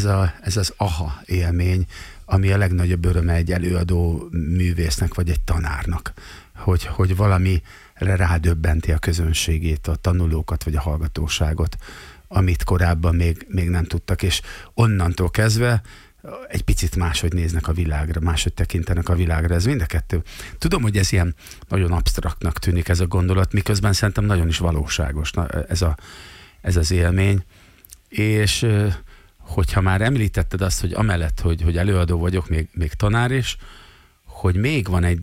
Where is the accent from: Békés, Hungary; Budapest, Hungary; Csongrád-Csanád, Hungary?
Csongrád-Csanád, Hungary; Szeged; Szegedi vagyok, igen.